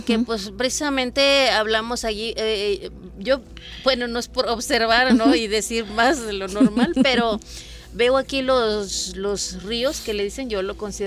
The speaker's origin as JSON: {"language": "Spanish", "town": "Palmital", "region": "Veracruz", "country": "Mexico", "said": "Entonces, yo soy de Palmital, pertenece"}